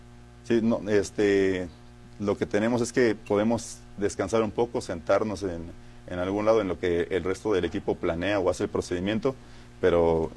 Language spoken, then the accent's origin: Spanish; Mexico; Esto se puede ver reflejado en que nosotros como mexicanos no podemos rendirnos